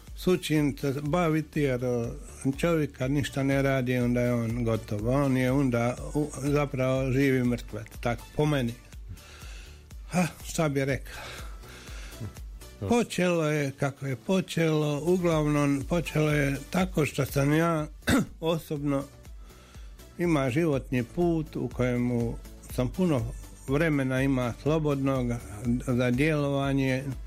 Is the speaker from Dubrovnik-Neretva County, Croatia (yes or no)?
yes; Opuzen, Dubrovnik-Neretva County, Croatia; moved away as an adult; Ja sam studirao u Splitu. Ona sam rekao da ja to nikad neću završiti zato što mi je preblizu Opuzena Split.